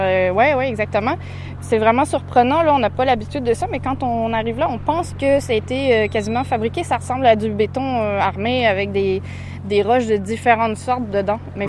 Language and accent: French; Percé, Quebec, Canada; le village, moi, c'est vraiment Cap d'Espoir plus. Mais oui, c'est la municipalité de Percé, là, la ville de Percé. Donc oui, je suis quand même percéenne, effectivement.